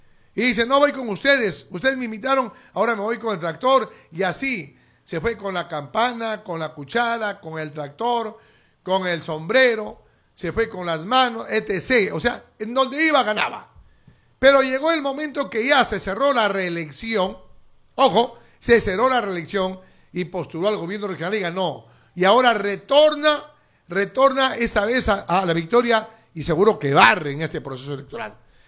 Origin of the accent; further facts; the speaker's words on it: Peru; que van a servir para el desarrollo de nuestra capital peruana.